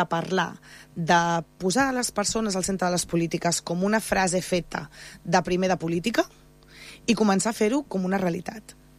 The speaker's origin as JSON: {"language": "Catalan", "town": "Parets del Vallès", "region": "Catalonia", "country": "Spain", "said": "A mi, com a paratana, la gent que em coneixeu, jo he estat molt vinculada a totes les coses del poble des de sempre"}